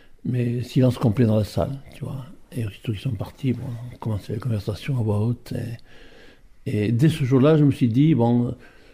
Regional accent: Oloron, Nouvelle-Aquitaine, France; born there; Je n'avais pas eu de relations terriennes ou familiales dans le Béarn. Je suis né juste à Oloron, à côté.

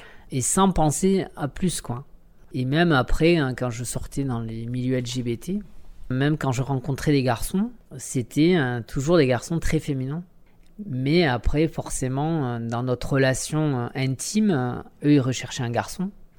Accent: Itsassou, Nouvelle-Aquitaine, France; je suis d'Itsassou, oui. Alors j'ai voyagé un peu partout, mais là, pour faire ma transition, j'avais vraiment envie de revenir aux sources

